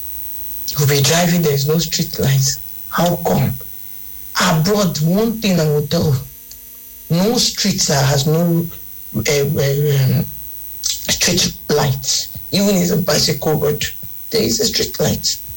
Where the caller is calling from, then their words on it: Nigeria; I'm a Nigerian.